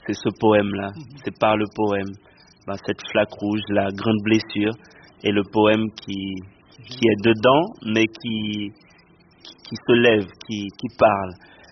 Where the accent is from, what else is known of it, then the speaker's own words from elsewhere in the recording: Haiti; moved away as an adult; also born or lived in Port-au-Prince; now in France; le contexte où j'ai grandi en Haïti.